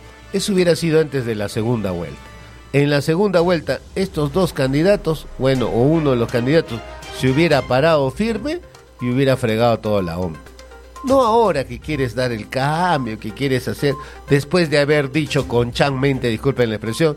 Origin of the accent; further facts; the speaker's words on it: Peru; moved away; Que me han hecho vivir y recordar a mi lindo Perú.